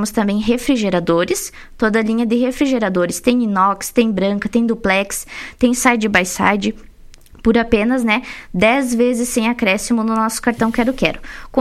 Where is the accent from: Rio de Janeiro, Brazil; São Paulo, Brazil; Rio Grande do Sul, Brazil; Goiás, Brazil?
Rio Grande do Sul, Brazil; Vacaria; moved away as an adult; also born or lived in Antônio Prado; estou retornando, né, para minha terra natal, Vacaria.